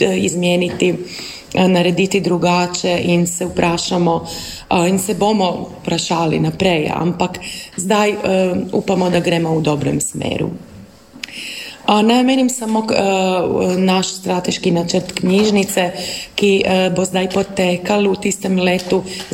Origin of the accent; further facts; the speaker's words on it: Karlovac, Karlovac County, Croatia; Slovenian is a second language; Jaz nisem Slovenka, jaz sem rojena na Hrvaškem in sem rojena v Karlovcu in v Karlovcu živim celo svoje življenje